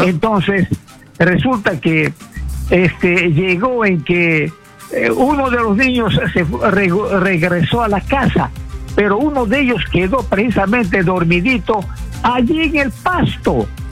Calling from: Iquitos, Loreto, Peru; de Iquitos, te estoy llamando.

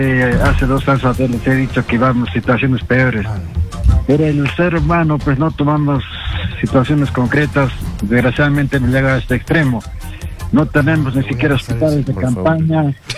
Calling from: Apurímac, Peru

